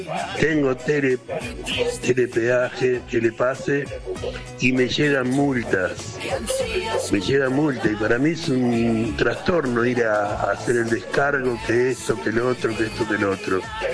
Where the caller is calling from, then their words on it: Quilmes, Buenos Aires Province, Argentina; de Quilmes y mi número de documento termina en 440